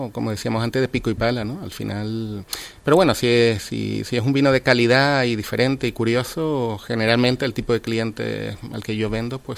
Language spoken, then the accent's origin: Spanish; Las Palmas de Gran Canaria, Canary Islands, Spain; tanto en Gran Canaria como Tenerife, yo soy de Las Palmas, pero por trabajo vivo entre las dos islas